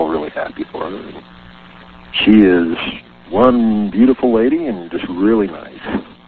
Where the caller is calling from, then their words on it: Idaho Falls, Idaho, United States; from Idaho Falls.